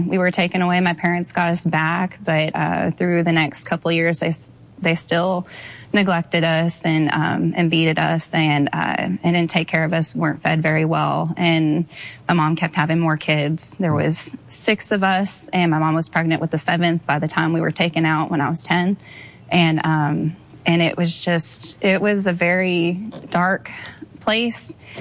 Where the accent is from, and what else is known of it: Brea, California, United States; born or raised there; also born or lived in La Palma